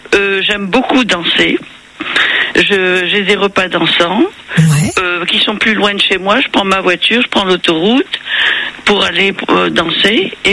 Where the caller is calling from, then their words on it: Hauts-de-France, France; Je suis près de Lille.